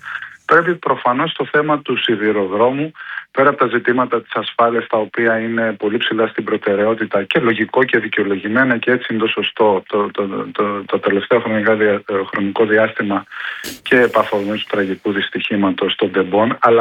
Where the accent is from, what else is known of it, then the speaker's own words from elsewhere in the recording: Thalames, Peloponnese, Greece; από το χωριό μου στις Θαλάμες, στις Δυτικές Μάνες